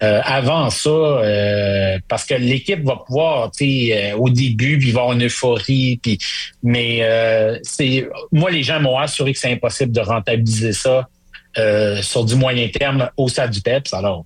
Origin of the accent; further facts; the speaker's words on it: Saguenay, Quebec, Canada; Moi, j'ai grandi au Saguenay.